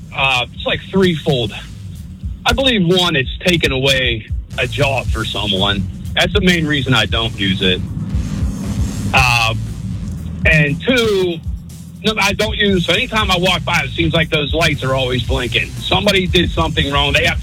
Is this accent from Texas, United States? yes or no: no; Pittsburgh, Pennsylvania, United States; moved away; I'm from Pittsburgh.